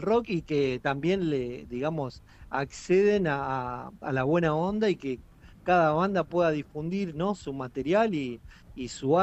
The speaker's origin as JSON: {"language": "Spanish", "town": "San Nicolás", "region": "Buenos Aires Province", "country": "Argentina", "tie": "born there", "lives_now": "Rosario, Argentina", "said": "yo por ahí no soy rosarino, hace 12, 13 años que vivo acá en Rosario, o sea, yo nací en San Nicolás, acá una ciudad bastante cerca, 70 kilómetros"}